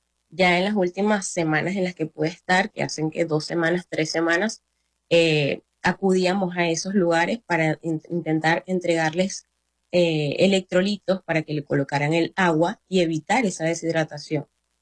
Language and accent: Spanish; Barquisimeto, Lara, Venezuela